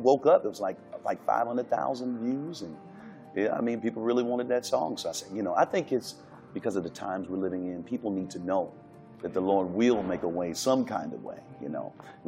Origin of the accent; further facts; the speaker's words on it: Detroit, Michigan, United States; I'm from Detroit. It's the gospel music mecca.